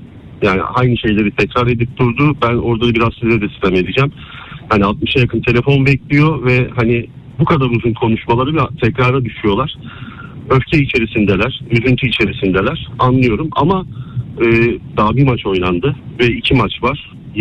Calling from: Istanbul, Turkey; ben İstanbul'dan arıyorum.

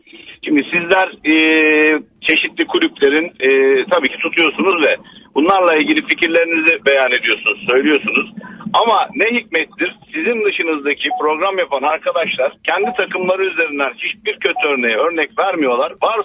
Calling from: Antalya, Turkey; Antalya'dan arıyorum.

